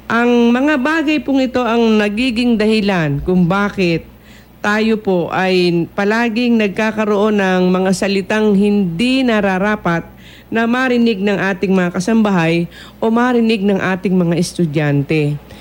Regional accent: Bulacan, Central Luzon, Philippines; sa amin sa Bulacan

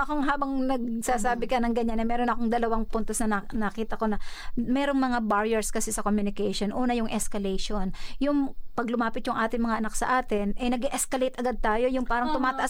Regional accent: Mimaropa, Philippines; moved away; pag-uuwi kami ng Mindoro, ng province namin

